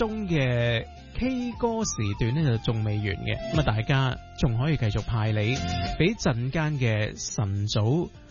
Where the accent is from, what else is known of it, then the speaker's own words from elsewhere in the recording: Hong Kong; 身为香港人啦